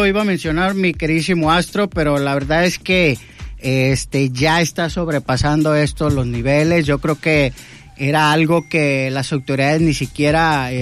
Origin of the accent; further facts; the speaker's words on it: Mexico; somos mexicanos